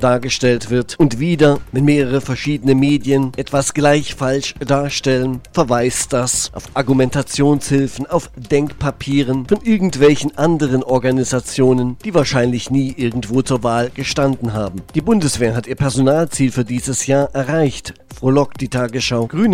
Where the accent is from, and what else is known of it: Thuringia, Germany